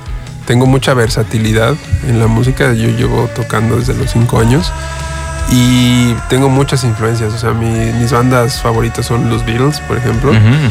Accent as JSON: {"language": "Spanish", "region": "Veracruz", "country": "Mexico", "tie": "born or raised there", "said": "siendo de Veracruz, hay mucho mucha música como autóctona, ¿no? Yo soy del norte de Veracruz, cerca de Papantla."}